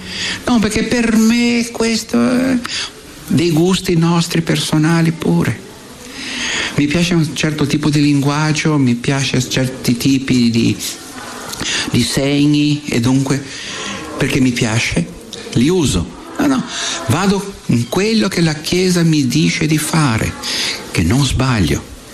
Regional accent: Brazil; Io vengo dal Brasile e ne abbiamo giù.

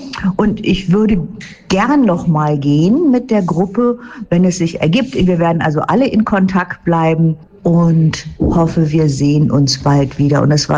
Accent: Lower Saxony, Germany; Ich komme aus Deutschland in der Nähe von Hannover. Mein Vater ist Italiener

